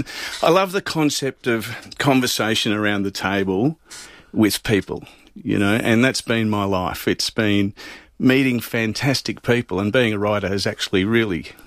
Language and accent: English; Queensland, Australia; moved away as an adult; also born or lived in Melbourne; now in Adelaide, Australia; I'm actually a Queenslander, but we went to Melbourne for a year.